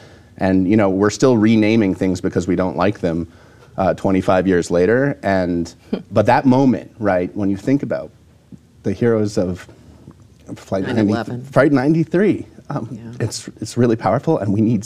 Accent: Maine, United States; And as a rural kid from Maine, I grew up in Maine, and I had never been exposed to Islam at all.

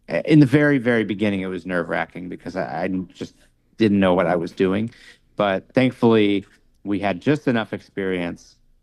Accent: United States

